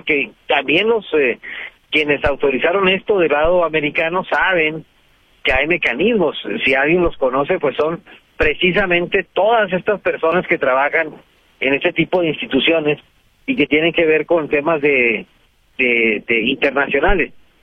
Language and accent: Spanish; Chihuahua, Mexico; now in Ciudad Juárez, Mexico; como soy chihuahuense aquí en el estado